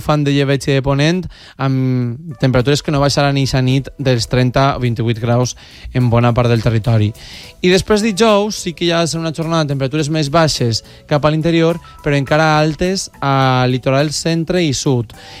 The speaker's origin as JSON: {"language": "Catalan", "town": "Casas Bajas", "region": "Valencian Community", "country": "Spain", "said": "en el meu poble, de fet, en Casas Bajas"}